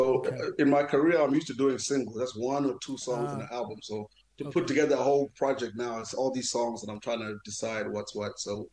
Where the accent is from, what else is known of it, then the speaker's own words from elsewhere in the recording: Zimbabwe; But definitely growing up in Zim like I did, it just influenced the music, and we were very musical people.